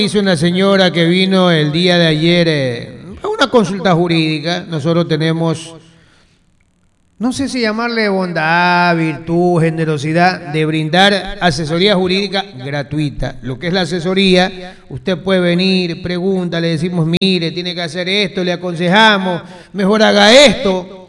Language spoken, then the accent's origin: Spanish; Manta, Manabí, Ecuador; also born or lived in Guayaquil; yo no nací ahí, yo nací en Guayaquil. Y por cosas del destino y porque Dios así lo quiso, desde el primer año de edad creo que ya vivo aquí en Manta. O sea, tengo 50 y voy a cumplir 54 años viviendo en Manta.